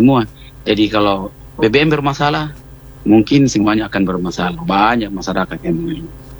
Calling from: Pinrang, South Sulawesi, Indonesia; daerah saya ini kan Kecamatan Lembang ini kan luas juga sepertiganya Pinrang kota ya.

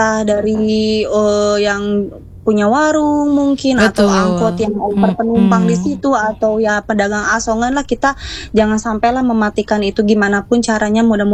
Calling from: Bandung, West Java, Indonesia; saya orang Bandung Timur

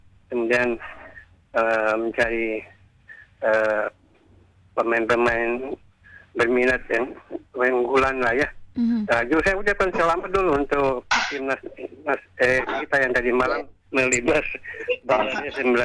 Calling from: Sorong, Southwest Papua, Indonesia; dari Sorong.

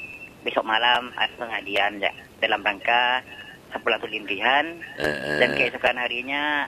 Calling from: East Java, Indonesia; Daerah ini, daerah Telaga Gending, Kak. Desa Telaga maksudnya, Kecamatan Gending.

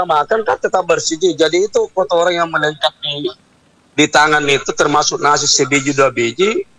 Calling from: Makassar, South Sulawesi, Indonesia; kita Makassar ini

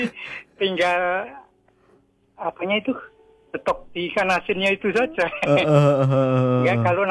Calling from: Pulau Rimau district, South Sumatra, Indonesia; Kami masuk Kecamatan Pulau Rimo.

